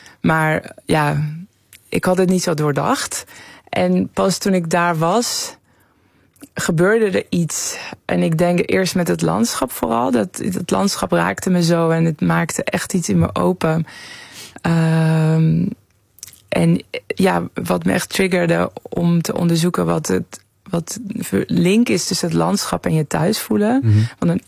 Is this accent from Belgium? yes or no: no; Tehran, Tehran Province, Iran; Dutch is a second language; now in Netherlands; Ik kwam uit een grote stad. Ik ben opgegroeid in Teheran.